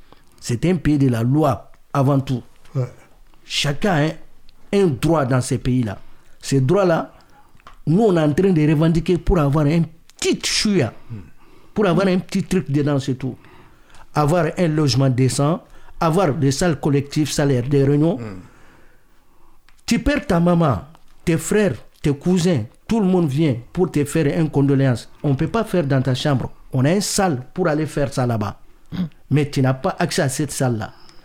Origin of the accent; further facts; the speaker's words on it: Mali; Lui, il est Mauritanien, lui, il est Sénégalais, moi, je suis Malien.